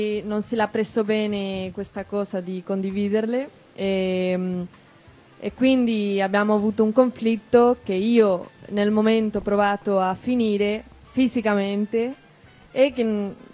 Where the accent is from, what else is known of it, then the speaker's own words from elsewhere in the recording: Spain; Italian is a second language; moved away; sono spagnola